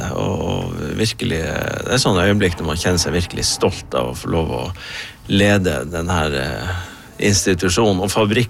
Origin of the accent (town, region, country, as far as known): Troms og Finnmark, Norway; born or raised there; moved away